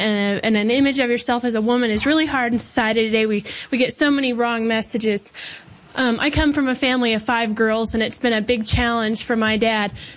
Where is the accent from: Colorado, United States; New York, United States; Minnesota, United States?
Colorado, United States; Colorado Springs; from Colorado Springs.